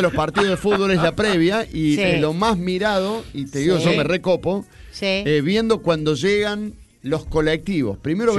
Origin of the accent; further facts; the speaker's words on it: Las Perdices, Córdoba, Argentina; Turco, buen día, yo soy de Las Perdices y le decimos la gancia.